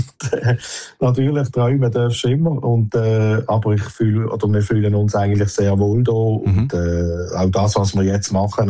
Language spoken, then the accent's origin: German; Switzerland; weil ich bin halt ein Schweizer, und ich wollte nicht aufgeben